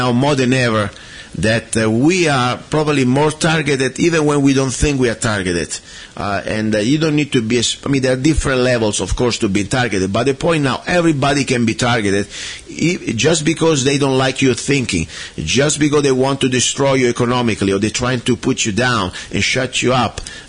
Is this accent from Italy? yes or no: yes; Italy; now in United States